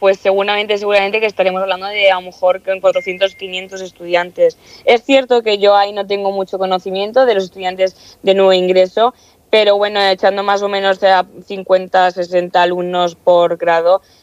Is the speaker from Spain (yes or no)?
yes; Castilla-La Mancha, Spain; moved away as an adult; now in Cartagena, Spain; yo no soy de Cartagena, de hecho yo soy de un pueblito, de un pueblo de Ciudad Real, de Castilla-La Mancha, y para mí fue un cambio bastante drástico. O sea, al final yo cambié la vida de pueblo a una vida de ciudad